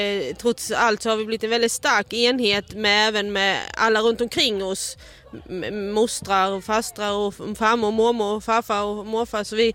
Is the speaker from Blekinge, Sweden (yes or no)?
yes; Hörvik, Blekinge, Sweden; Vi kommer ju från Hörvik